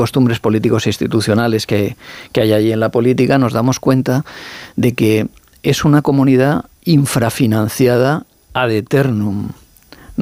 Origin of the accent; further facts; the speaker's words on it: Alicante, Valencian Community, Spain; Y soy alicantino, o sea, valenciano.